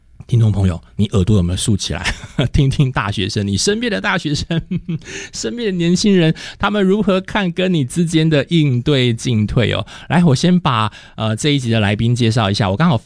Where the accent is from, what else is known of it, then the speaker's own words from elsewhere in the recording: Taichung, Taiwan; 我是台中人，后来到了台北念书之后